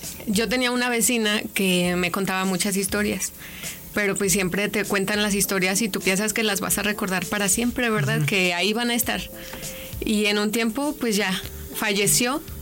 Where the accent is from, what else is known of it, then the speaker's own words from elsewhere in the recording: Real de Asientos, Aguascalientes, Mexico; born there; Real de Asientos, que es mi pueblo